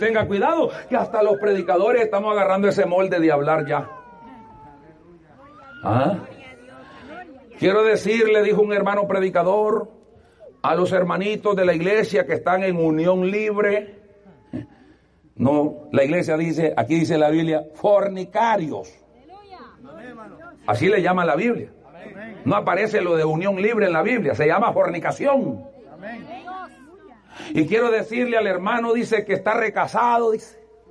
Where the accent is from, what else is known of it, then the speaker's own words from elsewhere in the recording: El Salvador; now in Honduras; todos somos nacidos acá en Honduras, pero yo me crecí en El Salvador.